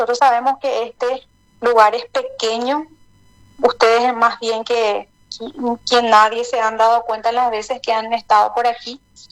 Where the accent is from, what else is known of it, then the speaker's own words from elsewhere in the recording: Paraguay; como paraguayos y paraguayas